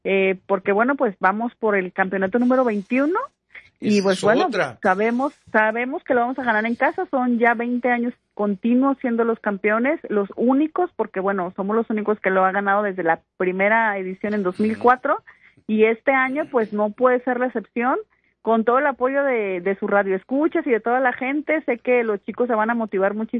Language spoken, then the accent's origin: Spanish; Jalisco, Mexico; sentir el apoyo de la gente de nuestro estado.